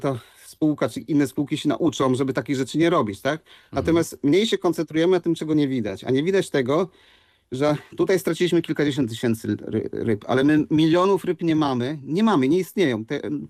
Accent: Wrocław, Lower Silesian Voivodeship, Poland; Ja akurat jestem z Wrocławia w 97 roku

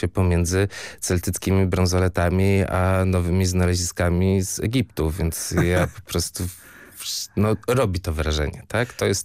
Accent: Łeba, Pomeranian Voivodeship, Poland; I byłem na wakacjach u siebie w domu, w mojej rodzinnej miejscowości, bo pochodzę z Łeby

